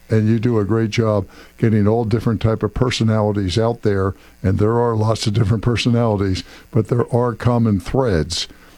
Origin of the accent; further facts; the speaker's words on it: New Jersey, United States; I'm from South Jersey, and my high school team never lost for like 3 years.